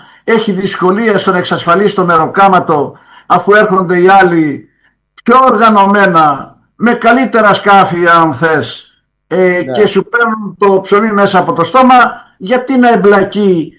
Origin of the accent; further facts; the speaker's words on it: Kalymnos, South Aegean, Greece; Είμαι Έλληνας πολίτης. Εδώ μεγάλωσα, εδώ γεννήθηκα, εδώ μεγάλωσα.